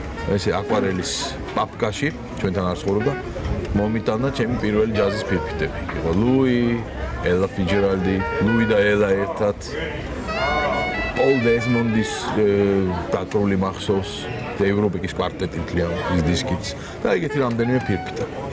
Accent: Tbilisi, Georgia; moved away as an adult; now in Berlin, Germany; მე თბილისში დავიბადე და გავიზარდე

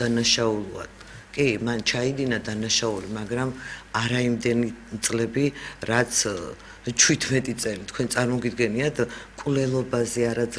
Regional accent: Samtredia, Imereti, Georgia; born or raised there

